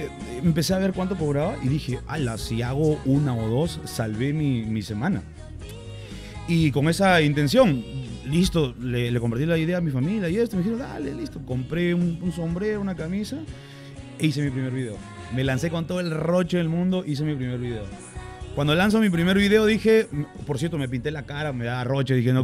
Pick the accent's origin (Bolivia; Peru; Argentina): Peru; Yo soy peruano.